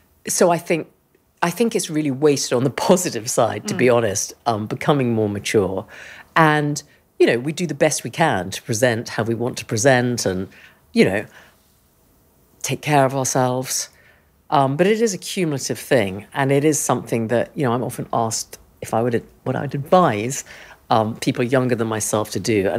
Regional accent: England, United Kingdom; because I'm English

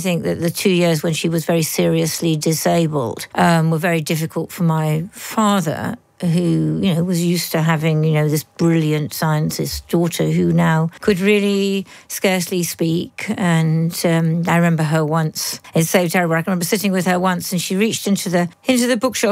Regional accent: Malvern, West Midlands, United Kingdom; I grew up in Malvern.

